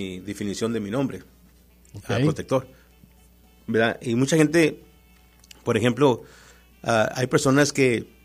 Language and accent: Spanish; Mexico; somos protectores mexicanos